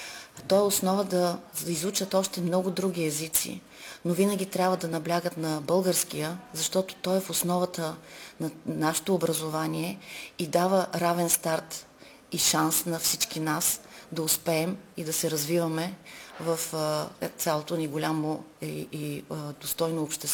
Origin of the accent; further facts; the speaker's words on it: Kardzhali, Kardzhali Province, Bulgaria; Преди всичко аз съм тук като кърджалийка. Кърджалийка е изпълнена с желанието да даде един естествен пример на тези деца